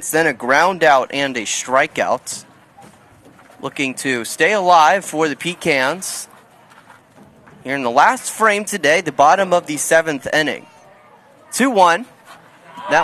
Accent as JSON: {"language": "English", "region": "Ohio", "country": "United States", "said": "Ohio Wesleyan, obviously in my home state. In Delaware, Ohio, a little north of the Columbus area."}